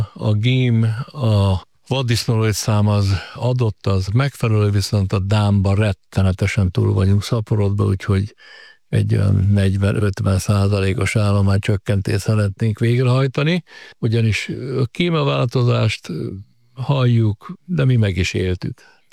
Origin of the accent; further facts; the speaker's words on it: Zagyvaróna, Nógrád, Hungary; Egy szerencsém volt, én Zagyvaróna, Rónabányán nőttem föl, az ottani erdők olyan nyomot hagytak bennem, hogy egy életre szólott.